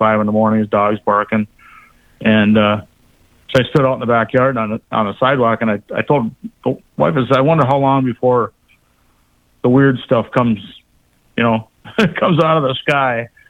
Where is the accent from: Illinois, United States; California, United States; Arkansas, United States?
Illinois, United States; Rockford